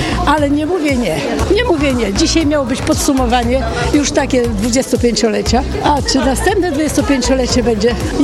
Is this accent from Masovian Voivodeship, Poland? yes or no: no; Przemyśl, Subcarpathian Voivodeship, Poland; born there; Jestem przemyślanką z urodzenia